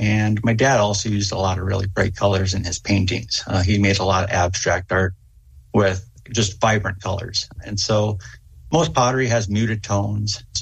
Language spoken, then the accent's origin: English; San Diego, California, United States; moved away; also born or lived in Virginia, Minnesota; I was born in Virginia, Minnesota, and I grew up in San Diego, California. So I grew up around a lot of graffiti art, around a lot of homeless people